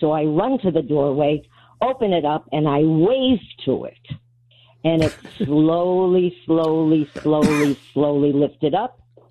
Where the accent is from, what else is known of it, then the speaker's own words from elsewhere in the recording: Shaker Heights, Ohio, United States; also born or lived in Pepper Pike; Now, originally, I'm from Shaker Heights, Cleveland, Ohio. And we moved from Shaker Heights out to Pepper Pike.